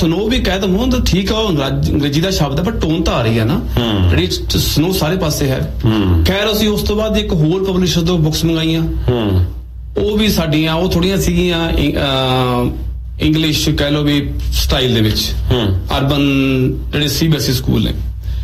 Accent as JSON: {"language": "Punjabi", "region": "Punjab", "country": "India", "tie": "born or raised there", "said": "ਜਿਵੇਂ ਮੈਂ ਤੇ ਤੁਸੀਂ ਅਸੀਂ ਪੰਜਾਬ ਦੇ ਪਿੰਡਾਂ ਵਾਲੇ ਸਕੂਲਾਂ ਚ ਪੜ੍ਹੇ, ਫੱਟੀ ਵਾਲਿਆਂ ਦੇ ਵਿੱਚ"}